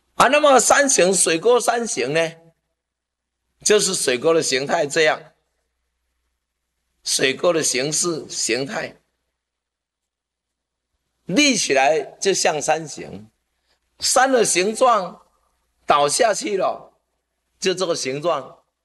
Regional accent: Taiwan; 我们台湾人不认识。

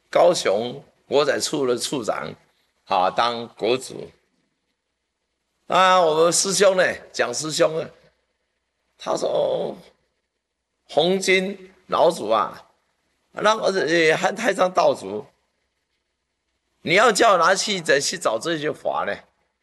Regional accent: China; 我们中国人最可爱的地方，就是当你得到尊传的时候，第一代，得了100，第二代80，第三代只有60。

